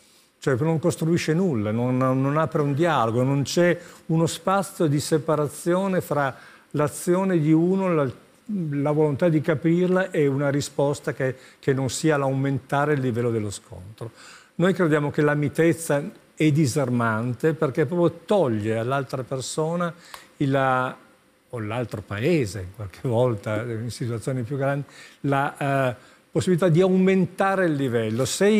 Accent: Turin, Piedmont, Italy; siamo torinesi

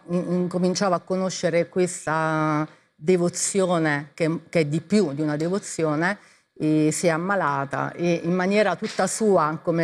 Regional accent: Gaeta, Lazio, Italy; delle signore di Gaeta, io sono di Gaeta, della mia parrocchia di allora

